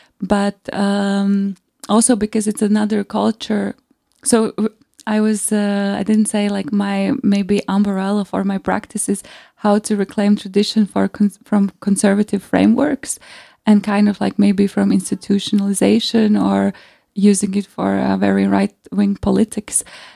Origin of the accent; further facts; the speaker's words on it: Latvia; moved away; I come from Latvia